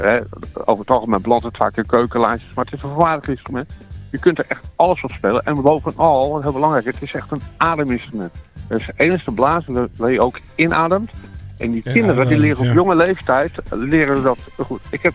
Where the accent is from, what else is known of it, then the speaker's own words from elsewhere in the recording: Netherlands; Ja, ik kom uit Hello. Het schooltje staat ook in Hello. Ik woon ook in Hello.